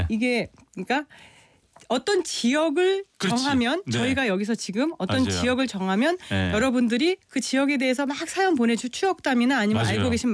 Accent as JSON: {"language": "Korean", "town": "Tongyeong", "region": "South Gyeongsang", "country": "South Korea", "tie": "born there", "said": "제가 태어난 통영 제가 태어난 곳이에요. 그래가지고 통영은 어떤가요?"}